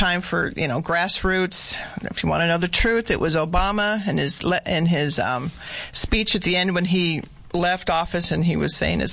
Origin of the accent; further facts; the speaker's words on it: Yuma, Arizona, United States; I am originally from Yuma